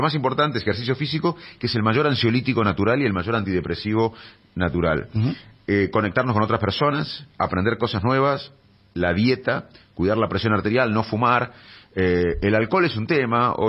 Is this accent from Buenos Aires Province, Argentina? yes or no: yes; Salto, Buenos Aires Province, Argentina; Yo vengo, le contaba a ella que venía de mi pueblo de Salto